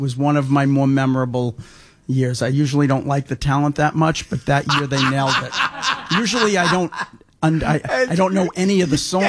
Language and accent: English; Brooklyn, New York, United States; I'm from Marine Park in Brooklyn.